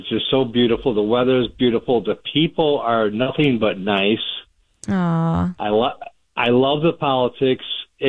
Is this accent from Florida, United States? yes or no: no; Chicago, Illinois, United States; moved away as an adult; now in Justin, Texas, United States; I grew up in Chicago